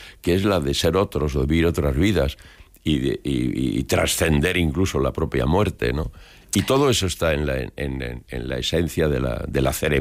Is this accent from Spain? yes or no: yes; Chinchón, Community of Madrid, Spain; Yo soy de Chinchón, todo el mundo lo sabe.